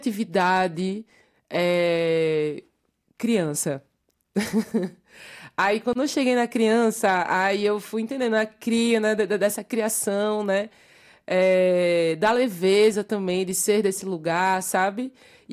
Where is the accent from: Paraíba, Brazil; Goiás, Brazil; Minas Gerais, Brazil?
Paraíba, Brazil; João Pessoa; born there; capital mesmo, mas a minha família toda é do sertão da Paraíba, do Alto Sertão da Paraíba, então digamos que eu costumo dizer que eu fui criada no núcleo sertanejo da novela